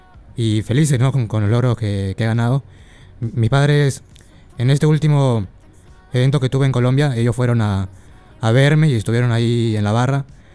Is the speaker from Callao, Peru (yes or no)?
yes; Callao, Peru